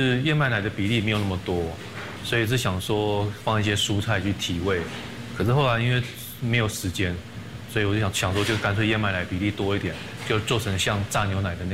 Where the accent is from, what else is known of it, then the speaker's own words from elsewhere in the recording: Yilan County, Taiwan; 因为我是宜兰人